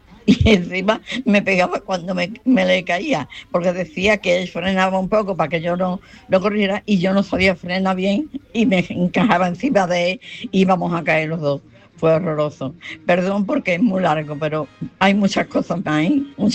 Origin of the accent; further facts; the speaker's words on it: Carmona, Andalusia, Spain; mi padre arregló una bicicleta para un familiar, de Carmona, porque somos de Carmona.